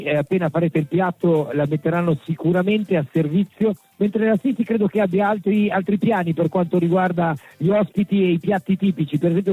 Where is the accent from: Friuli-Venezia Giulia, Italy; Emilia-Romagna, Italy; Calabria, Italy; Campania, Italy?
Emilia-Romagna, Italy; Bologna; Io da bolognese il piatto della tradizione è il tortellino